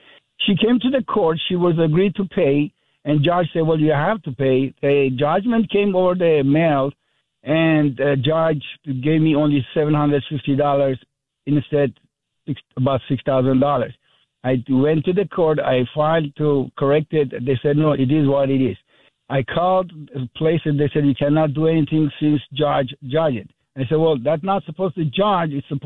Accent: Armenia; I'm Armenian.

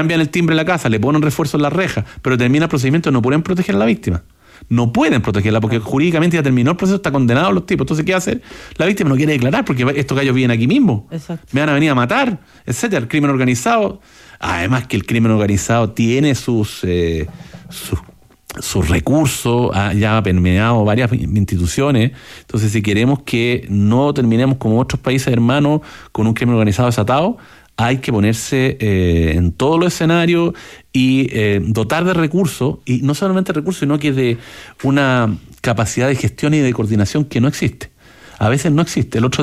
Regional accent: Chile; aquí somos estúpidos los chilenos

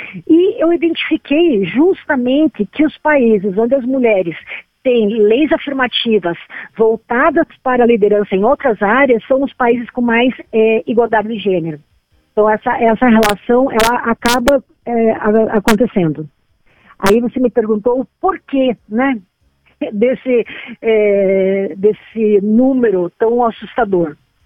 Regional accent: South Region, Brazil; accent: southern (sul); now in Curitiba, Brazil; vocês já estão escutando o sotaque bem do sul aqui também, né? Tô falando de Curitiba.

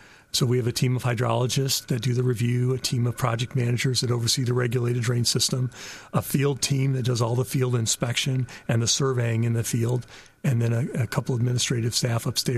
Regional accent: Fort Wayne, Indiana, United States; I grew up here in Fort Wayne, went to Carroll High School. My parents had both went to high school here

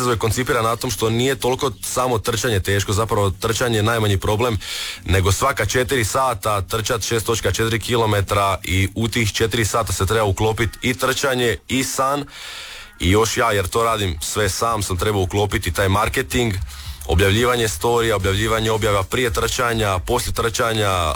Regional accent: Josipovac, Osijek-Baranja County, Croatia; ja sam inače iz Josipovca

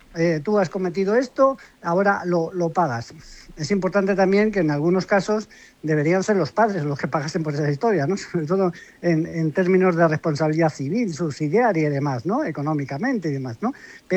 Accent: Madrid, Community of Madrid, Spain; Si es que yo soy de Madrid, vivo en Madrid, pero soy del Barcelona.

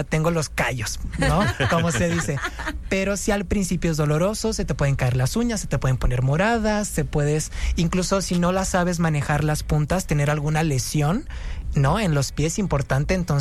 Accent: Culiacán, Sinaloa, Mexico; Sí, es complicado, ¿no? Y también en una cultura del norte, bueno, les digo, yo soy

